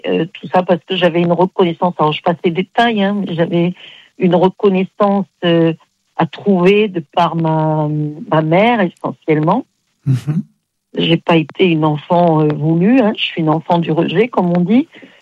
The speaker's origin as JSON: {"language": "French", "town": "Aix-en-Provence", "region": "Provence-Alpes-Côte d'Azur", "country": "France", "said": "Bon, moi, je l'ai connu, hein, j'étais d'Aix-en-Provence."}